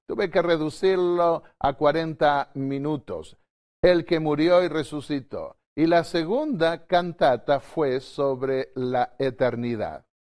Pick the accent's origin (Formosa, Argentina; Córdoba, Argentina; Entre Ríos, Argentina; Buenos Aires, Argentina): Entre Ríos, Argentina; born there